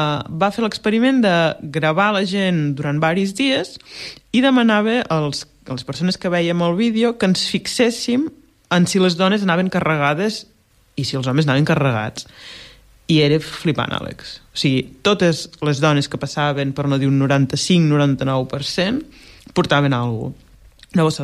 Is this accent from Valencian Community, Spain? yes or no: no; Blancafort, Catalonia, Spain; a Blancafort, al meu poble